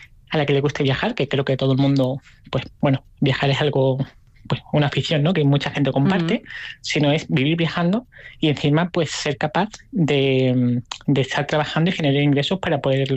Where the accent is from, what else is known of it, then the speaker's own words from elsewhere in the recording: Málaga, Andalusia, Spain; moved away as an adult; also born or lived in United States; soy originalmente de Málaga y me fui de Málaga hace bastante tiempo, con 20 años, estuve viviendo en diferentes lugares y viví 5 años en Estados Unidos